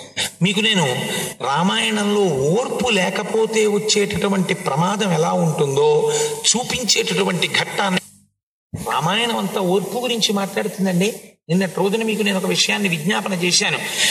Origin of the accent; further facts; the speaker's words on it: Visakhapatnam, Andhra Pradesh, India; born there; నా చిన్నతనంలో నేను విశాఖపట్నంలో ఒక ఇంట్లో ఉండేవాడిని.